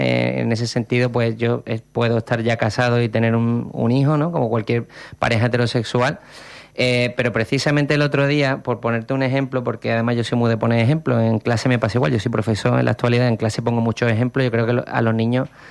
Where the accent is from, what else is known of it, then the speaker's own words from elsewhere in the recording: Málaga, Andalusia, Spain; Somos, pues … soy de Málaga, me gusta Madrid en Semana Santa y me voy al Algarve en verano